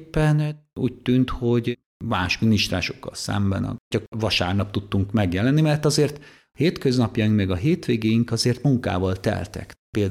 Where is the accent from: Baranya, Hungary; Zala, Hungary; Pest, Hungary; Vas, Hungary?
Pest, Hungary; Pécel; Pécelről számozom, ott nevelkedtem.